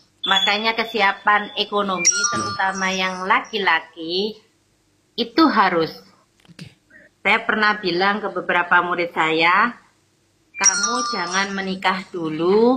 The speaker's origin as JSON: {"language": "Indonesian", "region": "East Java", "country": "Indonesia", "moved": "as an adult", "lives_now": "Madura, Indonesia"}